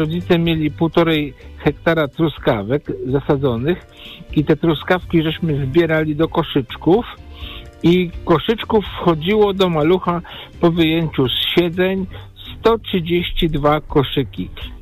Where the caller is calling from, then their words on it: Poznań, Greater Poland Voivodeship, Poland; Przy telefonie stały słuchacz z Poznania